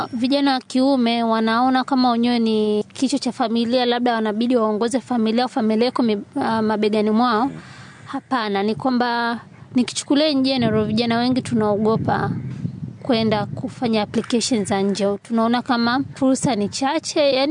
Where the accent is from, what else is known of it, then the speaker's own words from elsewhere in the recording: Mikocheni, Dar es Salaam, Tanzania; natokea Mikocheni A.